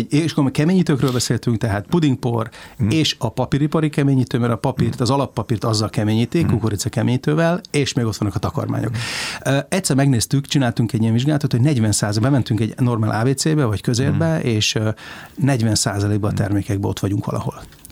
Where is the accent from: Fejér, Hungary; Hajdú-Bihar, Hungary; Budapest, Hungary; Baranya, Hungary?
Fejér, Hungary; Székesfehérvár; born or raised there